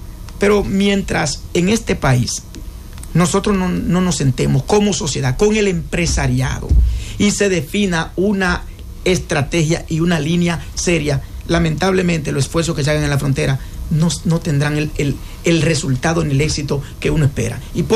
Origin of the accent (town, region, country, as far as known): Dominican Republic